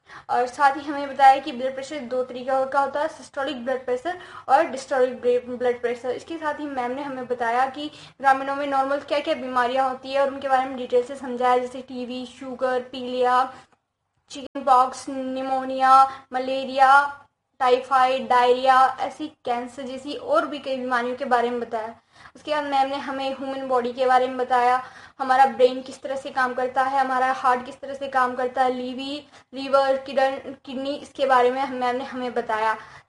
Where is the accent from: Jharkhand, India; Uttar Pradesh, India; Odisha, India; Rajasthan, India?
Rajasthan, India; Kankra; मैं विलेज कांकरा राजस्थान से हूँ।